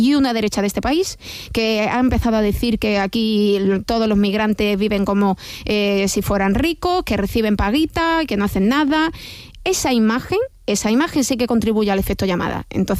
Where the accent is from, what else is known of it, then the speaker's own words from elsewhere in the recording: Andalusia, Spain; como sabéis, yo soy de Andalucía, pues he estado muy atenta a lo que decía el presidente